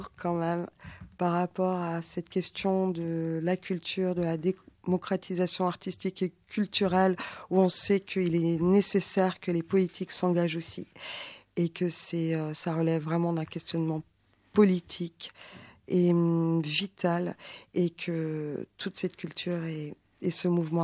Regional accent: Colmar, Grand Est, France; Quand j'étais, enfant, à la maison, chez mes parents. Je viens de Colmar.

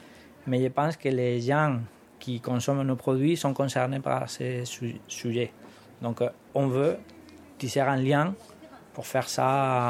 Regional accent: Mula, Region of Murcia, Spain; French is a second language; Je suis le créateur de Bioespuna avec mon frère. Et voilà, je suis de Mula, Murcia, en Espagne.

